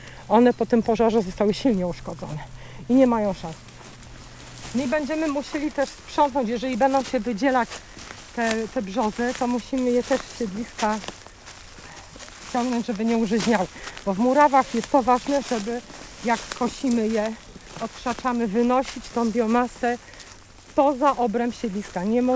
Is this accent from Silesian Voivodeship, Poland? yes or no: yes; Silesian Voivodeship, Poland; moved away; Ja jestem z okolic Zawiercia, województwo śląskie.